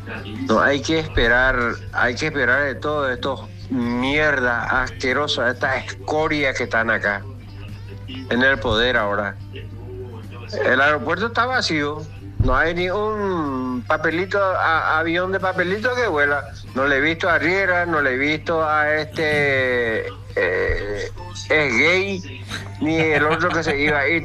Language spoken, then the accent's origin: Spanish; Asunción, Paraguay; moved away; Soy asunceno, pero salí de ahí, tuve que salir de ahí, pero me sigo sintiendo como mi terruño, Asunción.